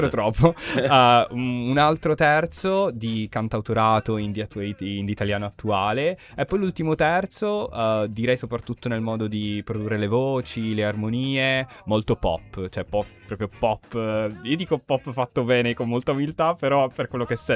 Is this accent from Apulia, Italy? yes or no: no; Sicily, Italy; Io intanto lo pronuncio Cartagine con due G perché sono siciliano.